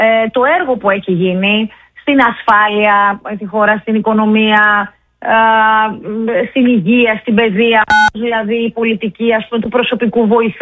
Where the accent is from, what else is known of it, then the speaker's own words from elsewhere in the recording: Grevena, Western Macedonia, Greece; στην περιοχή των Γρεβενών, για παράδειγμα, που είναι το χωριό μου